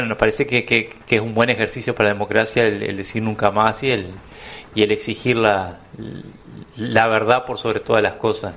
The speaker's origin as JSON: {"language": "Spanish", "country": "Uruguay", "said": "es parte también de nuestra identidad como uruguayos la reconstrucción histórica, ¿no?"}